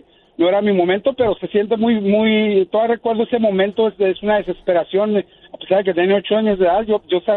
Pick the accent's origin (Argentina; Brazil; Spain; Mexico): Mexico; Ciudad Juárez, Chihuahua; moved away; yo soy originario de Ciudad Juárez.